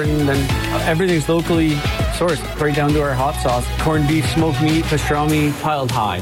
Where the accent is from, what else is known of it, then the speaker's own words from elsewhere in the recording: Ajax, Ontario, Canada; born there; I'm from Ajax. I was born in Ajax. I've lived here for 41 years, and, you know, we just live down the street.